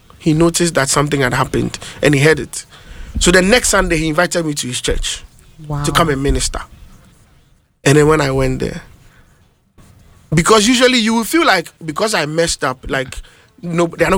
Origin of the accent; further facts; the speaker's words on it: Abosokai, Ghana; I grew up in Abosokai